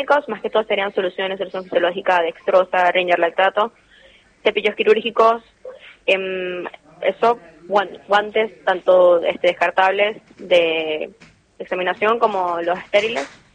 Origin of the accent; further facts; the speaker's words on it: Caracas, Capital District, Venezuela; moved away as an adult; now in Argentina; yo soy de Caracas, que queda 30 minutos de La Guaira. Toda la familia y mi papá es de La Guaira, de hecho.